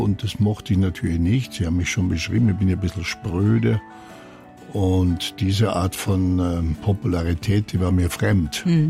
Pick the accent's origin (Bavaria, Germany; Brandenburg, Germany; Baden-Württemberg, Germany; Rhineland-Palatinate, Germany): Bavaria, Germany; Man sagt, ich bin ein typischer bayerischer Grantler.